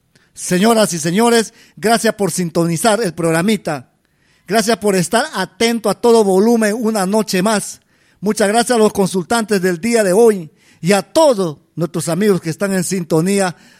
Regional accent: Chasuta, San Martín, Peru; la selva, la provincia, mi tierra, mi pueblo, su tierra de la vieja Antuca, el bajo Huallaga, allí en Chasuta

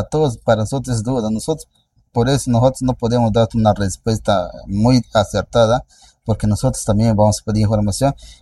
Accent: San Martín, Peru; now in Tarapoto, Peru; yo soy del Bajo Huallaga

